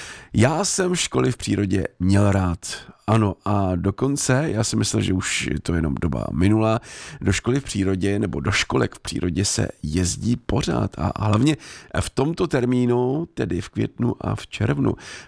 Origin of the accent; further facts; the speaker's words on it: Most, Ústí nad Labem Region, Czechia; Já jsem z Mostu